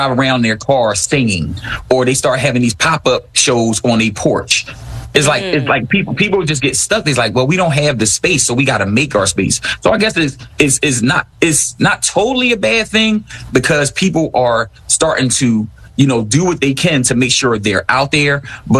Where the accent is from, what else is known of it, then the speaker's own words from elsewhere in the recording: Philadelphia, Pennsylvania, United States; I can go to Jersey and say, oh … from West Philly, and this is our music.